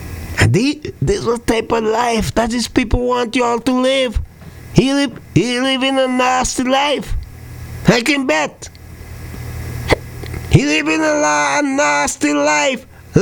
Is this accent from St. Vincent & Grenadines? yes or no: yes; St. Vincent & Grenadines; now in Antigua and Barbuda; St. Vincent and the Grenadines is my hometown.